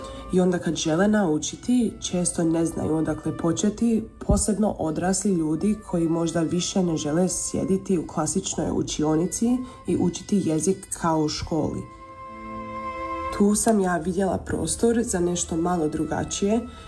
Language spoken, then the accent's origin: Croatian; Sydney, New South Wales, Australia; prirodno iz mog vlastitog iskustva odrastanja kao Hrvatica u Australiji. Ja sam odrasla dosta uključena u hrvatsku zajednicu u Sidneju.